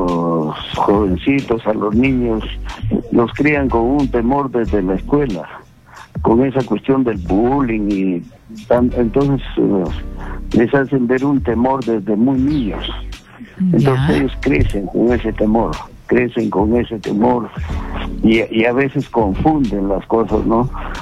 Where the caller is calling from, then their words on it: Cajamarca, Peru; ellos viven en Lima, yo vivo en Cajamarca.